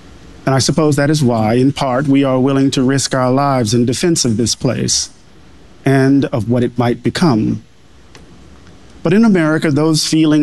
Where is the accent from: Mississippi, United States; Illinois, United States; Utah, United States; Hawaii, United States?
Mississippi, United States; Maybe it's because I'm from Mississippi.